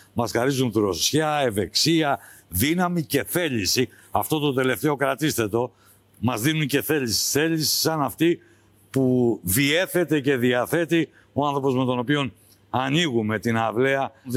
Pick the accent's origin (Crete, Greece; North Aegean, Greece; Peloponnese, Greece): Crete, Greece; Αυτή τη φορά γίνεται στην πατρίδα μου. Γίνεται εδώ στην Κρήτη.